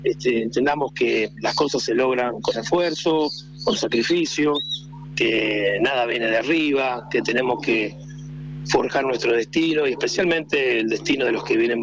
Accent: San Juan, Argentina; como somos los sanjuaninos, ¿no? Que somos gente humilde, trabajadora

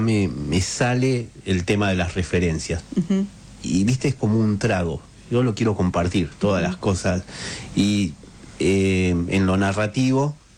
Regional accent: Buenos Aires, Argentina; Nosotros también ser del oeste

